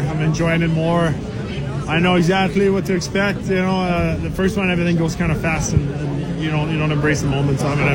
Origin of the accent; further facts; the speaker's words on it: Montreal, Quebec, Canada; now in Las Vegas, United States; I played Montreal, my hometown